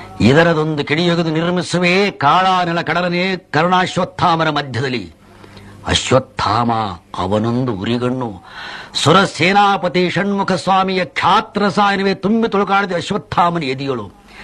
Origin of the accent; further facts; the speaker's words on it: Hanumasagar, Karnataka, India; born there; ನಂದು ಹುಟ್ಟಿದ ಸ್ಥಳ ರಾಯಚೂರು ಡಿಸ್ಟ್ರಿಕ್ಟ್ ಕುಷ್ಟಗಿ ತಾಲೂಕು ಹನುಮಸಾಗರ ಅಂತ.